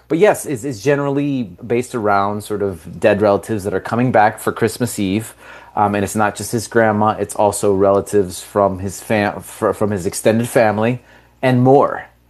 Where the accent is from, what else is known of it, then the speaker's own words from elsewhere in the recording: Montreal, Quebec, Canada; born there; first language Italian; English is a second language; I was born in Montreal to an Italian family. Both my parents are Italian. Italian was my first language. And I grew up in this kind of Italian bubble